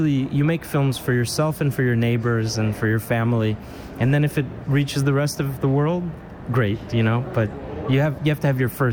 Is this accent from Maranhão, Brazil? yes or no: no; São Paulo, Brazil; moved away; also born or lived in United States / Europe; my hometown audience here in São Paulo